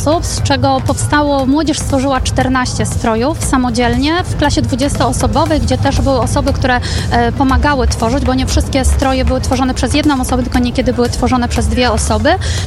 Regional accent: Silesian Voivodeship, Poland; my jako Ślązacy możemy inspirować innych, pokazywać nasz Śląsk właśnie poprzez detale, poprzez architekturę

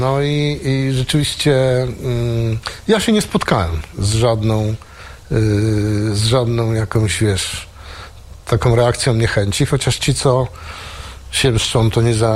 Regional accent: Świętokrzyskie Voivodeship, Poland; born there; moved away

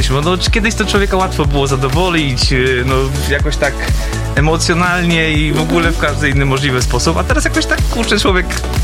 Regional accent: Jastrzębia, Masovian Voivodeship, Poland; my nie mieszkaliśmy w Radomiu, tylko jesteśmy z Jastrzębi, z gminy Jastrzębia

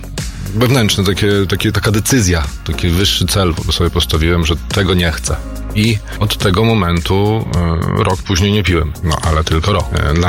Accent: Białystok, Podlaskie Voivodeship, Poland; A ja z Białegostoku jeszcze jestem.

